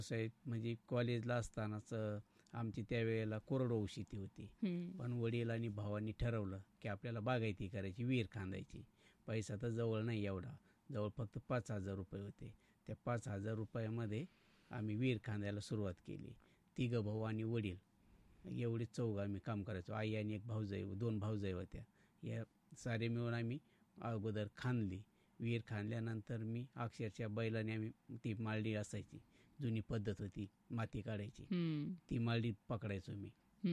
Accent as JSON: {"language": "Marathi", "town": "Pachegaon", "region": "Maharashtra", "country": "India", "tie": "born or raised there", "said": "माझं बालपण माझ्या पाचेगाव या गावीच गेलं आणि खूप छान होतं."}